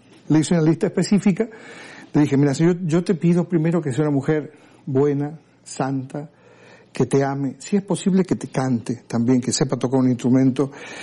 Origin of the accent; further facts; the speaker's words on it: Argentina; yo provengo de una familia cristiana, yo soy argentino